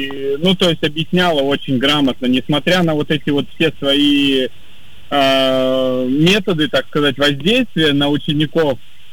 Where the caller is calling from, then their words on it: Novosibirsk, Novosibirsk Oblast, Russia; Новосибирска.